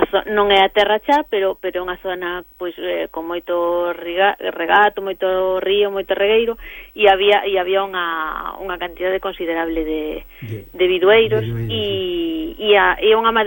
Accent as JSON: {"language": "Galician", "town": "A Estrada", "region": "Galicia", "country": "Spain", "said": "Do lugar de Ulla, da parroquia de Berres na Estrada, e que xa era torneiro."}